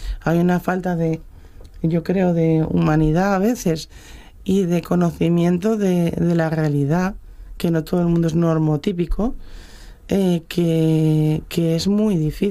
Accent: Navia, Asturias, Spain; Yo vengo de Navia.

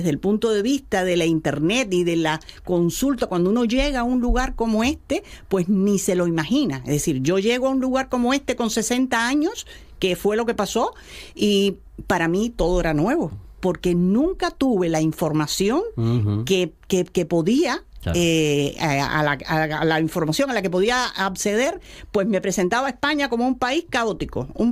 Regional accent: Cuba; now in Gijón, Spain; Entonces, para nosotros, como cubanos, como personas que estamos tratando de llevar adelante nuestra vida

